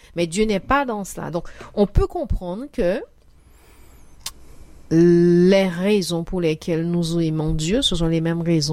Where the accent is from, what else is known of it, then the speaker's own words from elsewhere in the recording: Guadeloupe; chez nous, en Guadeloupe, on dit « débrouillard pas méché ».